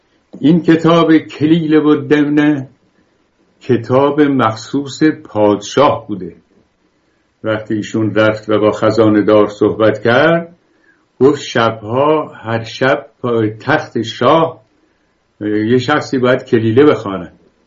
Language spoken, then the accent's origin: Persian; Iran; بله گفتم لوری، چون من خودم بختیاری هستم که به کسی بر نخوره.